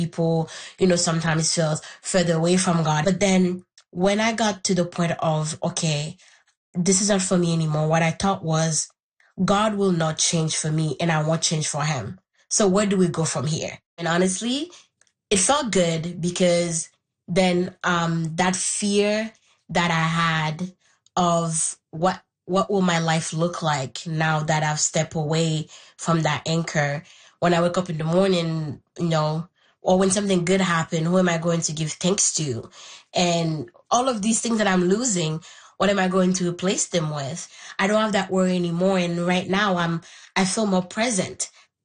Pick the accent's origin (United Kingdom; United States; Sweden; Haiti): Haiti; first language Haitian Creole; English is a second language; I grew up in Haiti. My first language is Haitian Creole. My grandma also only speaks Haitian Creole